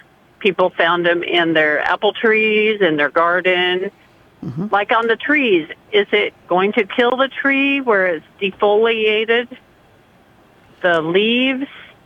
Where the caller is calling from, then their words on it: Tecumseh, Nebraska, United States; from Tecumseh.